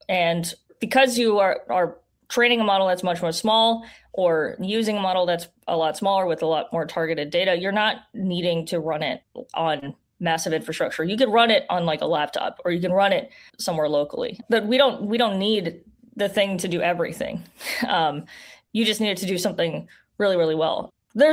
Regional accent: Las Vegas, Nevada, United States; I'm from Las Vegas, by the way.

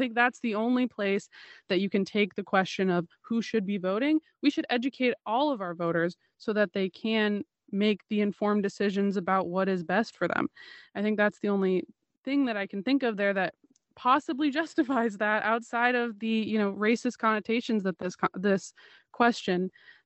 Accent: Oregon, United States; someone who moved to my home state, Oregon, from Georgia

